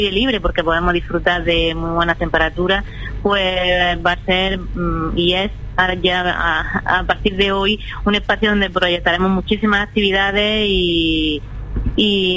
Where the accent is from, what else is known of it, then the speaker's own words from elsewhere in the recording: Huércal de Almería, Andalusia, Spain; Que somos Huércal de Almería.